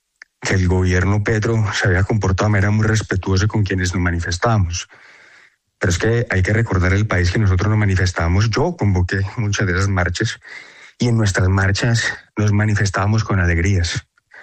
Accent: Cali, Valle del Cauca, Colombia; Yo vengo de Cali

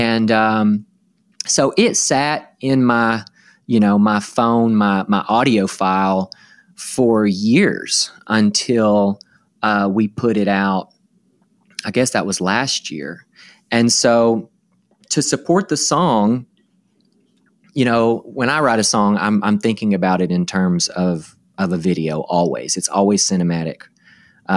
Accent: Arkansas, United States; I was from Central Arkansas.

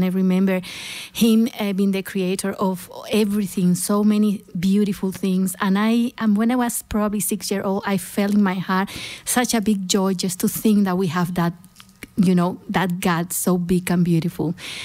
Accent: Santa Cruz de la Sierra, Santa Cruz, Bolivia; now in Australia; I'm from Santa Cruz, Bolivia, very far from Australia.

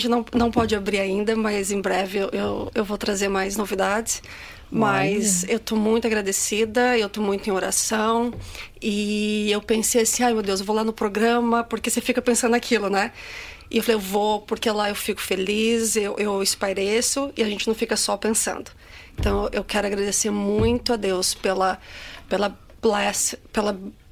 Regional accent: Australia; Portuguese is a second language; Ai, gente, eu sou muito australiana.

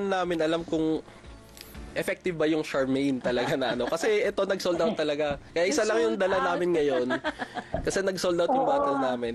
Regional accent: Cordillera Administrative Region, Philippines; dun sa amin sa Ifugao.

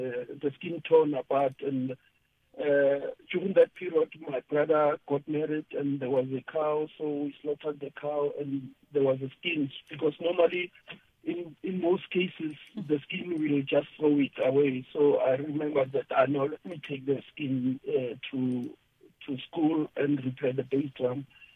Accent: South Africa; oh, where are you from? I'm from South Africa.

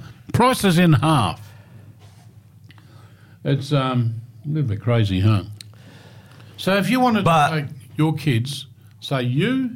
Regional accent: Australia; As an Aussie, wearing the green and gold

